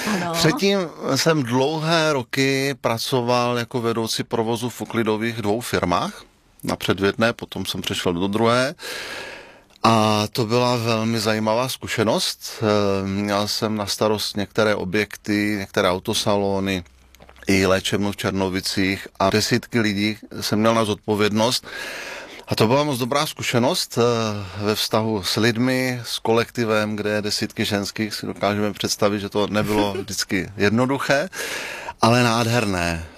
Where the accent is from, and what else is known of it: Brno, South Moravian Region, Czechia